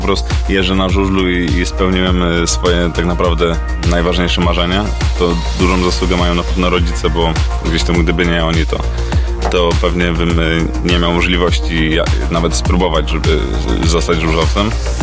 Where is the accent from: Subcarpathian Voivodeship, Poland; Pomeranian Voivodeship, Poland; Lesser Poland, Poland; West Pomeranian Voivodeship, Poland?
Lesser Poland, Poland; Tarnów; Janusz Kołodziej jest z Tarnowa, ja tak samo jestem z Tarnowa i od dziecka był tak samo moim idolem